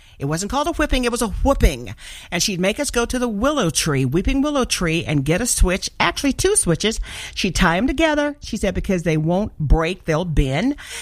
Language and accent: English; Arkansas, United States; Listening to Dr. Mark Jobe made me think about growing up in Arkansas, and I thank God for the discipline my mom gave us.